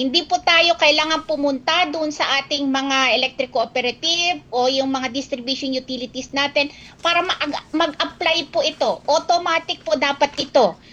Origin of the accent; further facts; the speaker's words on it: Ilocos Region, Philippines; Taga Ilocos Sur po ako. Ilocano po ako.